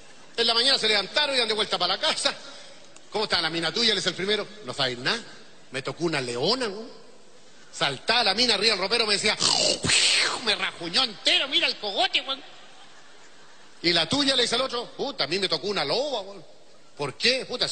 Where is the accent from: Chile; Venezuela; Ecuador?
Chile; con toda la gente de mi tierra, desde la octava región, de la sexta región que sufrió con el terremoto